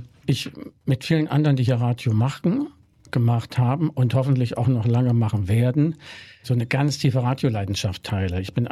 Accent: Jena, Thuringia, Germany; moved away as an adult; Ich komme ja aus Jena und wir hatten in Jena einen offenen Hörfunkkanal schon aufgebaut

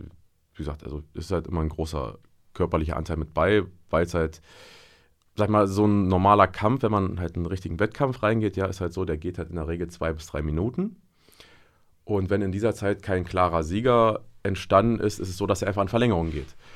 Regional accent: Brandenburg, Germany; now in Jena, Germany; Ich komme jetzt nicht aus Jena, sondern halt aus einer Kleinstadt in Brandenburg an der Oder.

